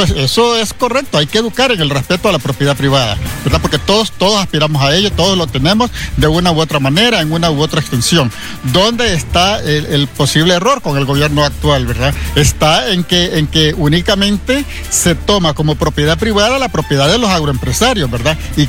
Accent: Honduras; Entonces, pedimos como población hondureña que haya verdaderamente justicia, ¿verdad?

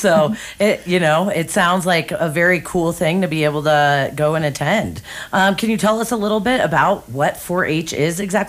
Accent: Denver, Colorado, United States; I grew up down in Denver

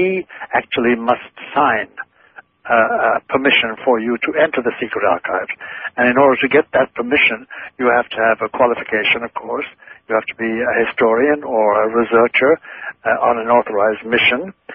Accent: Ireland; first language Irish Gaelic; English is a second language; My Gaelic language, my native tongue Gaelic

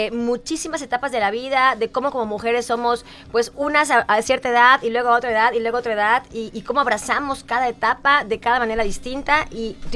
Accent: Yucatán, Mexico; somos dos mujeres yucatecas que hemos vivido una vida en el mismo lugar, pero a la vez muy distinta.

